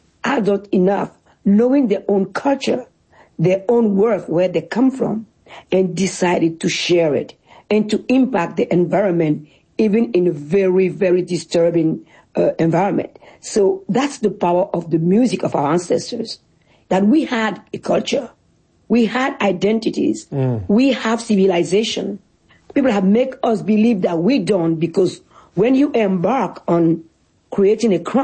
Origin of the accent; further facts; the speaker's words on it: Benin; because I'm still that curious little girl growing up in Benin